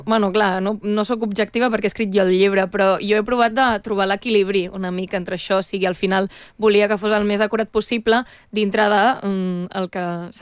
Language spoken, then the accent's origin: Catalan; Catalonia, Spain; jo, tot i que sóc catalana i òbviament conec la cultura catalana